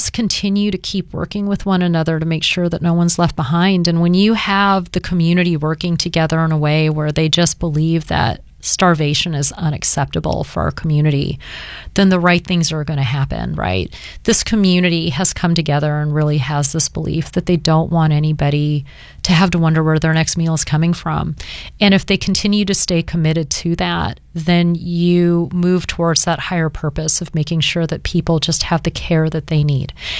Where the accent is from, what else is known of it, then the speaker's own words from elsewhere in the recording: Pacific Northwest, United States; It feels like I'm going back home to a certain degree, even though I grew up in the Pacific Northwest.